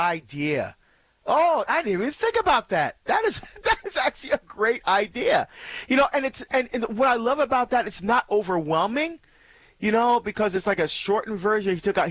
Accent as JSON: {"language": "English", "town": "Newark", "region": "New Jersey", "country": "United States", "tie": "born or raised there", "moved": "yes", "said": "Actually, I grew up in Newark, but I was in Toms River fairly often."}